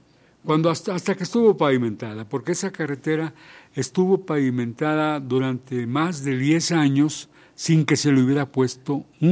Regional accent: Fresnillo, Zacatecas, Mexico; en Fresnillo todos somos fresnillenses

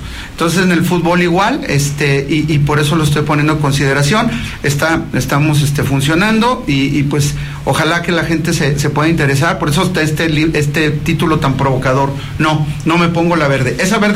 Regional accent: Mexico; born there; como persona nacida en este país, como mexicano

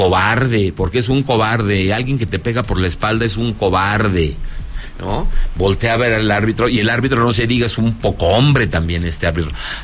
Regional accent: Zacatecas, Mexico; Bienvenidos a mi tierra, Zacatecas.

